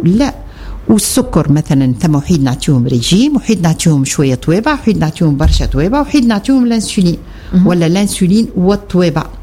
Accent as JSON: {"language": "Arabic", "country": "Tunisia", "said": "احنا عندنا في تونس"}